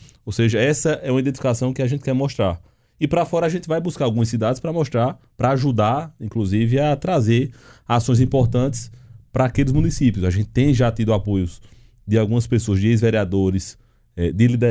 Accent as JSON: {"language": "Portuguese", "town": "Campina Grande", "region": "Paraíba", "country": "Brazil", "also_born_or_lived": "Boa Vista, Paraíba / Lagoa de Roça, Paraíba", "said": "para a gente poder mostrar que a gente é de Campina."}